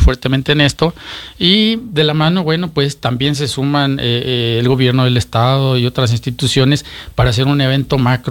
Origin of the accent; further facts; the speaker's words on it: Zacatecas, Mexico; soy orgullosamente zacatecano.